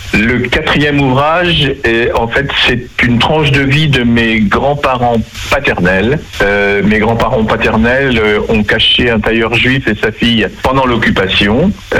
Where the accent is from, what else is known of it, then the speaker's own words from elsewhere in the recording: Tournai-sur-Dive, Normandy, France; mon village natal.